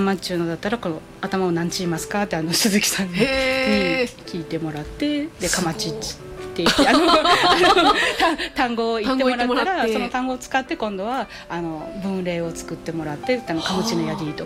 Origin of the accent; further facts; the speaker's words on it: Amami Ōshima, Kagoshima, Japan; 私も確かに島の出身ではありますけど